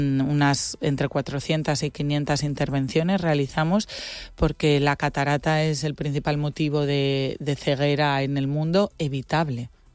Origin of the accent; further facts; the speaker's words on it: Asturias, Spain; moved away as an adult; now in Mallorca, Spain; yo soy asturiana, pero llevo 13 años en Mallorca